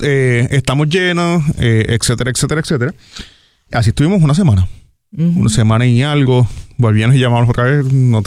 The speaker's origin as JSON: {"language": "Spanish", "town": "Barranquitas", "country": "Puerto Rico", "tie": "born or raised there", "lives_now": "Gurabo, Puerto Rico"}